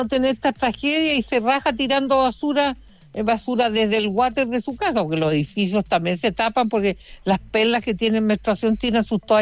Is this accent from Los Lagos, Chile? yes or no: yes; Puerto Montt, Los Lagos, Chile; born there; moved away; yo nací en Puerto Montt, lleno de ríos, el Maullín, el Petrohue, todos los afluentes, influentes de los ríos, y nosotros nunca nos inundamos